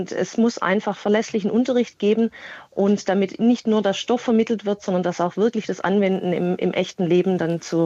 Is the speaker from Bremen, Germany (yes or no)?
no; Baden-Württemberg, Germany; ich komme aus Baden-Württemberg